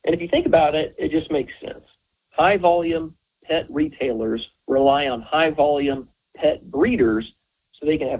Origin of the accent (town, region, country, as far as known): Tennessee, United States; born or raised there